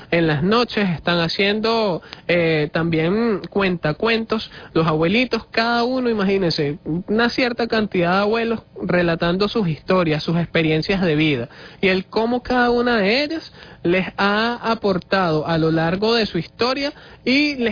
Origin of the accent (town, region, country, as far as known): Venezuela